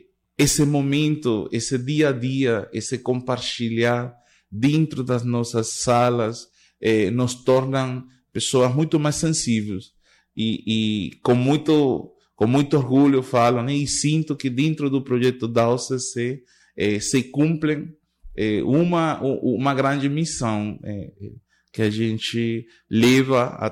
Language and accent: Portuguese; Venezuela; Portuguese is a second language; moved away as an adult; now in Brazil; Eu sou natural da Venezuela, formado no sistema de orquestra da Venezuela, e estou aqui apenas há 2 meses